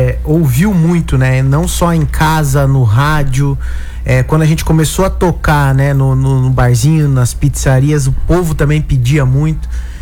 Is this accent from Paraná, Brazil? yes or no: no; Registro, São Paulo, Brazil; moved away as an adult; now in São Paulo, Brazil; Nós somos de Registro, interior de São Paulo, região do Vale do Ribeira, terra da banana, do palmito.